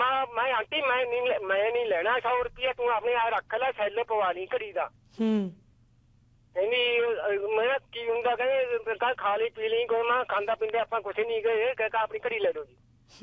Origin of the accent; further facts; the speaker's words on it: Bhalmajra, Punjab, India; ਮੇਰਾ ਪਿੰਡ ਭਲਮਾਜਰ ਆ ਜੀ, ਜ਼ਿਲ੍ਹਾ ਫਤਿਹਗੜ੍ਹ ਸਾਹਿਬ।